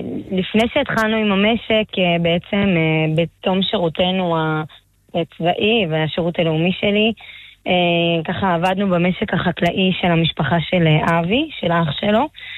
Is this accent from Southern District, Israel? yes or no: yes; Southern District, Israel; born there; moved away as an adult; now in Yated, Israel; אני מקיבוץ סעד שגם בעוטף. אני בעצם ילידת מה שנקרא שחר אדום, צבע אדום.